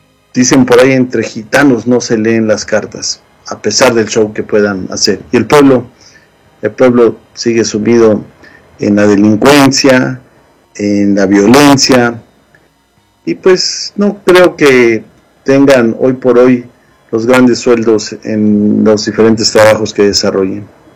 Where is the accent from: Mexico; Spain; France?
Mexico; moved away; Yo pues menciono México porque soy mexicano.